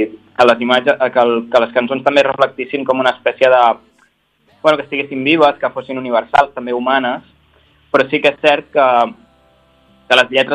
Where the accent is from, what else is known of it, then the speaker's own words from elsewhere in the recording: Catalonia, Spain; Jo soc de l'Alt Empordà